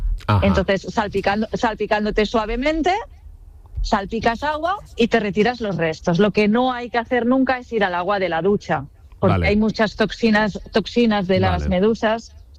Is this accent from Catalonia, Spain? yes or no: yes; Catalonia, Spain; Puede haber mala suerte, por ejemplo, que soy de cerca de Barcelona, en el Mediterráneo no hay tantos